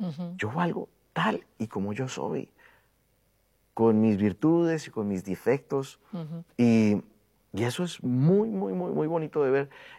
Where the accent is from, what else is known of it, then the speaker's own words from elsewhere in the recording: Cali, Valle del Cauca, Colombia; El lugar donde yo ahí vivía. Yo soy de Cali, de la ciudad de la capital de la salsa.